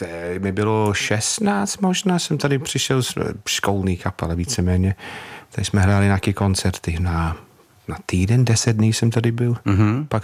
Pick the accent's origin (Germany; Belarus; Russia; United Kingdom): United Kingdom; Manchester, North West England; now in Czech Republic; já jsem byl moc mladý na … a pak jsem byl na … párkrát, ale pak jsem odešel z Manchesteru, tak jsem ten Manchester jsem zažil jenom úplně konce